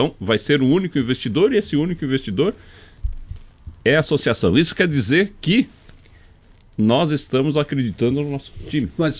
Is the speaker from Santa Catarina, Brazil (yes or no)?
yes; Santa Catarina, Brazil; como bons catarinenses aqui